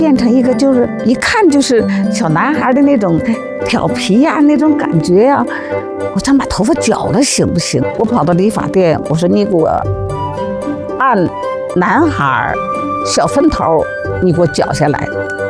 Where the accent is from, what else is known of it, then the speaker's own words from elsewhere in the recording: Northeast China, China; 我们东北